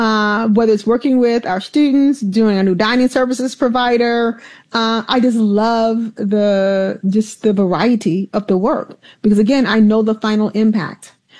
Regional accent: Alabama, United States; So when I was a little girl, like they say, growing up in the South in Alabama, my grandfather built our home that we had from bricks and old houses that had been torn down.

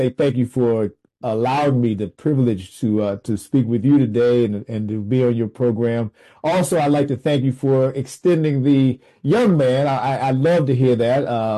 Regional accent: Washington, District of Columbia, United States; I'm from Washington, D.C.

